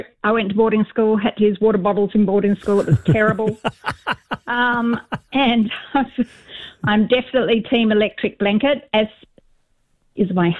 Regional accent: New South Wales, Australia; now in Wellington, New Zealand; So I grew up in Australia in the Northern Tablelands, and it was quite chilly, much colder than Wellington.

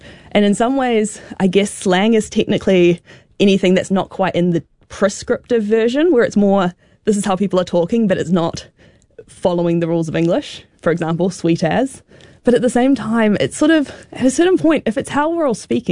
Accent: New Zealand

